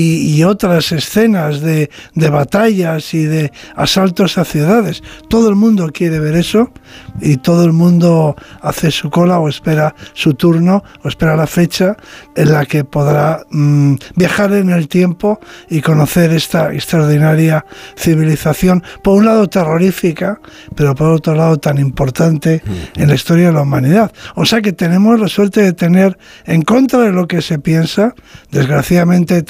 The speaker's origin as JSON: {"language": "Spanish", "country": "Spain", "said": "somos los españoles un pueblo culto, un pueblo muy culto."}